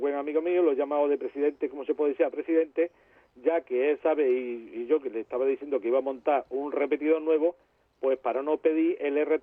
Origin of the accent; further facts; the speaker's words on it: Córdoba, Andalusia, Spain; moved away as an adult; now in Seville, Spain; tú sabes que yo soy de Córdoba. Sí. Pero llevo muchos años, pues cuando terminé los estudios me vine aquí a Sevilla.